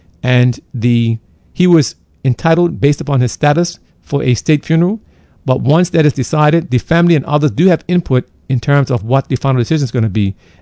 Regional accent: Bermuda; I was born in Bermuda, but more importantly, I was formed by her people, by your resilience, your warmth, your quiet strength, and your unwavering belief that even a small island can stand tall in a vast and often uncertain world.

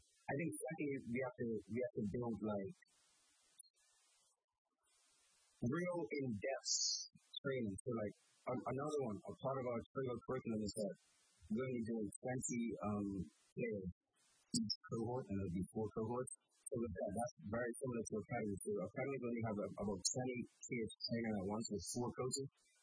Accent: Bermuda; yeah, I'm from Bermuda, yeah, 60,000 people, but I can compete with that guy from Bermuda

